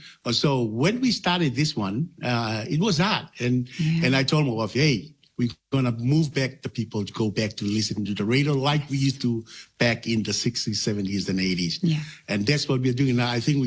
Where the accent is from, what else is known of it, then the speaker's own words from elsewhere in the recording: Tonga; I grew up in Tonga, and all my life I've been living in Tonga. I never ever liked to migrate.